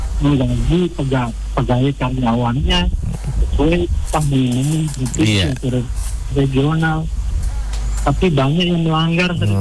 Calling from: Mataram, West Nusa Tenggara, Indonesia

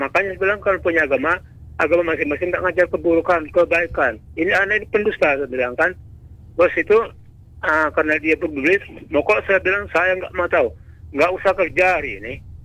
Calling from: Bangka Belitung Islands, Indonesia; jangan kalian anggap kami orang Bangka yang lemah

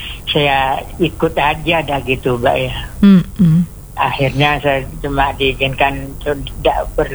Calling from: Bondowoso, East Java, Indonesia; Ya akhirnya ya kerja di Bondowoso aja gak gitu. Sampai sekarang masih tetap pekerjaan di Bondowoso gitu.

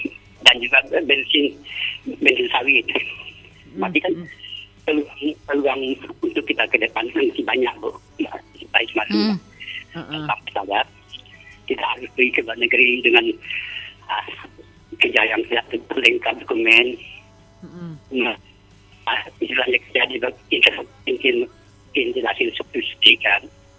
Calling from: Bonti, West Kalimantan, Indonesia; di kampung kami, di kampung Lanong.

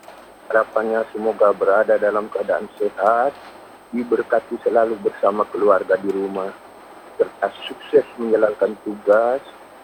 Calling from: Atambua, East Nusa Tenggara, Indonesia; Dandut adalah kita dari … di Atembuala.

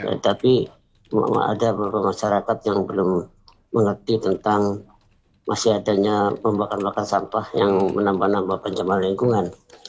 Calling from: Kijang, Riau Islands, Indonesia; Ya, kami dari Kijang ini menyampaikan informasi hari ini tanggal 8 Oktober ya, hari Kamis. Informasi di daerah kami, Kabupaten Bintan ya, juga Bintan Timur ya.

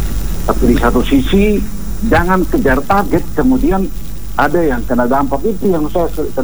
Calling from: Yogyakarta, Special Region of Yogyakarta, Indonesia; Dari jauh salam saya dari Kota Jogja untuk semua di Pak-Pak.

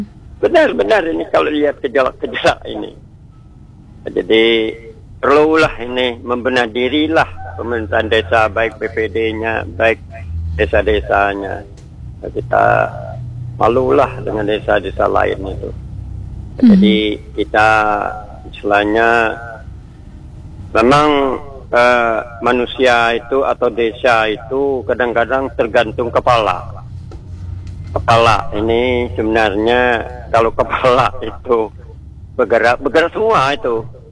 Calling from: Bangka Belitung Islands, Indonesia

